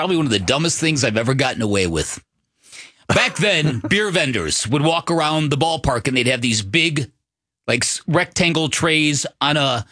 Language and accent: English; Chicago, Illinois, United States; growing up on the South Side.